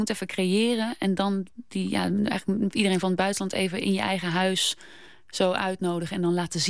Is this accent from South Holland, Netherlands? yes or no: yes; Boskoop, South Holland, Netherlands; ik kom natuurlijk uit Boskoop.